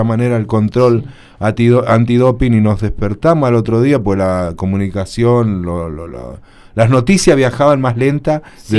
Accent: Argentina; si somos argentinos, ¿cómo mierda vamos a lograr?

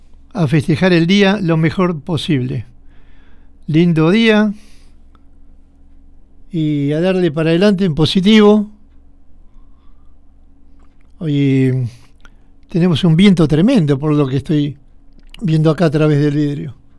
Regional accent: General Rodríguez, Buenos Aires Province, Argentina; Yo sé, pues soy de acá de Rodríguez, hace 60 años que voy acá

